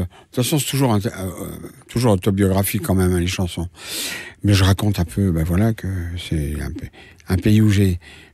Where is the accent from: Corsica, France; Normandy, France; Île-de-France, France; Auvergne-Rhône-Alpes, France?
Île-de-France, France; Paris; born there; Et je suis né à Paris.